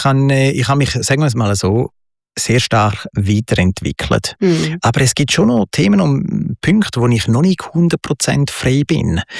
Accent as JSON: {"language": "German", "country": "Switzerland", "said": "Ja, von was kommt es, oder? Ich bin Schweizer."}